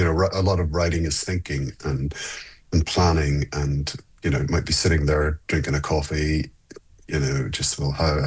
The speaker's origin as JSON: {"language": "English", "town": "Belfast", "region": "Northern Ireland", "country": "United Kingdom", "tie": "born or raised there", "said": "growing up in Belfast in the 70s was tough for all of us."}